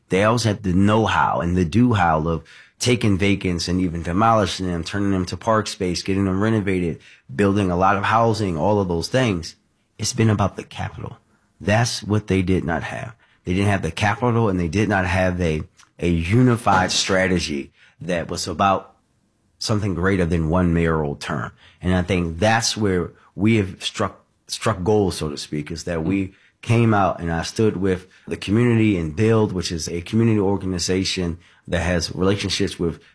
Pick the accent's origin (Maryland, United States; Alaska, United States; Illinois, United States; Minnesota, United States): Maryland, United States; Baltimore; So I was born and raised in Baltimore. Born in 1984, so I had the fortune or misfortune of growing up in the 80s, 90s, and 2000.